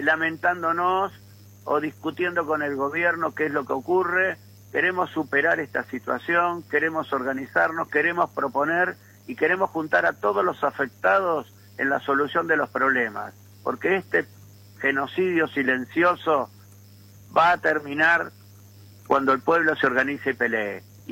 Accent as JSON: {"language": "Spanish", "town": "San Martín", "region": "Buenos Aires Province", "country": "Argentina", "said": "yo de Chacarita soy porque soy de San Martín"}